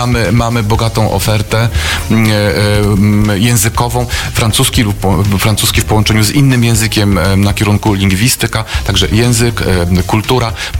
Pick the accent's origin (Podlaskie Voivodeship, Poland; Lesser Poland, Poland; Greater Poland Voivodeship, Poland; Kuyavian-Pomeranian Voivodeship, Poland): Kuyavian-Pomeranian Voivodeship, Poland; Lipno; ja też jestem z Lipna